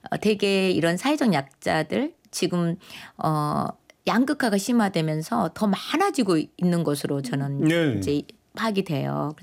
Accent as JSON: {"language": "Korean", "region": "Honam", "country": "South Korea", "said": "저는 호남 사람이거든요"}